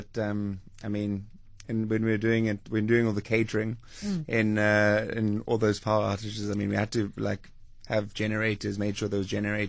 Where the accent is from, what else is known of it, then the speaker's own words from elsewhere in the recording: Durban, KwaZulu-Natal, South Africa; which is I'm from Durban.